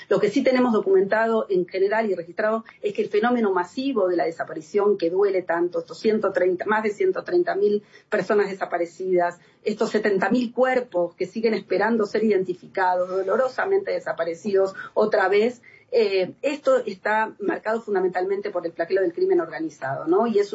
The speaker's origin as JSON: {"language": "Spanish", "country": "Argentina", "said": "Vengo de Argentina y saben toda la discusión que hay sobre si son 30.000 o no son 30.000."}